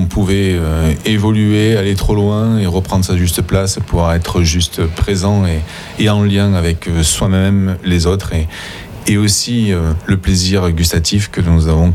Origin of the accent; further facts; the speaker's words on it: Toulouse, Occitanie, France; je suis originaire de Toulouse et un chanteur toulousain fameux … a bercé mon enfance.